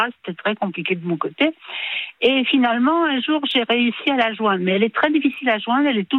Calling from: Île-de-France, France; L'Île-de-France

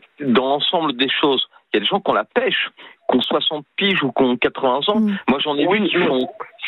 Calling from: Brittany, France; moi, je suis un voyageur, mais je suis en Bretagne. Mais pas toujours en Bretagne.

